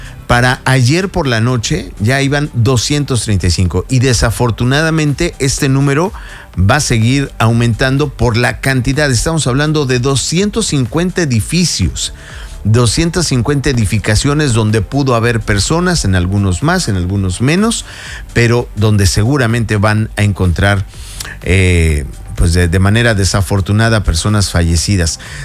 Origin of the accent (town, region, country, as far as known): Mexico